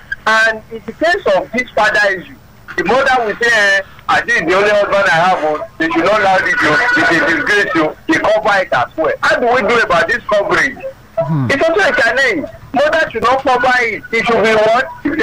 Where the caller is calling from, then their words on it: Osun, Nigeria; calling from Oshun.